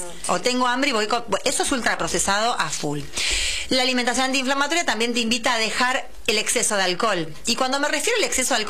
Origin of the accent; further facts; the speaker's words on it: Argentina; por el acento, pero viva Argentina, somos de Argentina, sí, claramente.